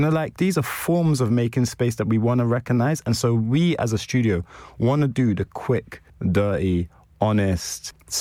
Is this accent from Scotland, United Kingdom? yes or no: no; Bethnal Green, London, United Kingdom; You know, I grew up in East London. I grew up in Bethnal Green.